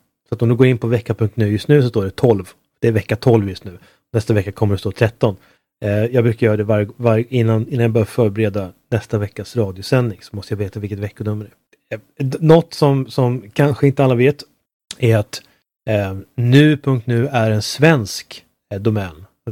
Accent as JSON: {"language": "Swedish", "country": "Sweden", "said": "Men det kan inte jag säga. Jag är svensk."}